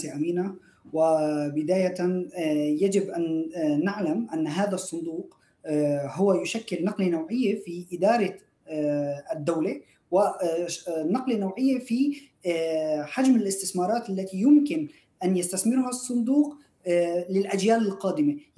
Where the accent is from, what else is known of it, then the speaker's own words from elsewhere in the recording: Syria; now in Aleppo, Syria; نحن كشعب سوري